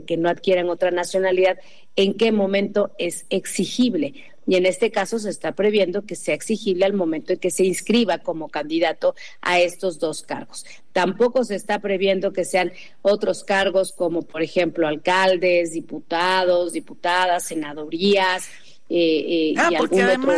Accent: Mexico

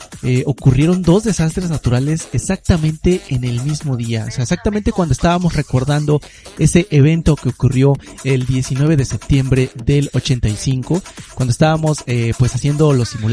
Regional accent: Mexico; pues como mexicanos solemos responder unidos

